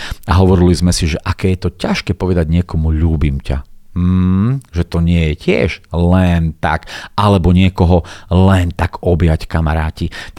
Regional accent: Bardejov, Prešov Region, Slovakia; narodil som sa v Bardejove, v takom malom mestečku a býval som v takej bytovke Kapiaťka

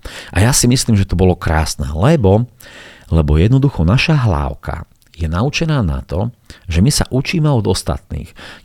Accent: Bardejov, Prešov Region, Slovakia; my v Bardejove, keďže ja pochádzam z Bardejova

